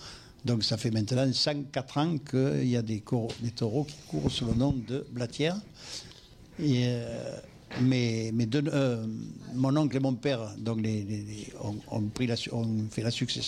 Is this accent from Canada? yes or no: no; Vergèze, Occitanie, France; also born or lived in Vauvert / Gallician; Vauvert un peu, c'est mon village. Moi, je suis natif de Vergès. Après, j'ai exercé une activité hors manade à Saint-Laurent-des-Gouzes, mais j'ai toujours vécu au Mas des Iscles, après Galician, là, sur la route qui descend au Sainte-Marie.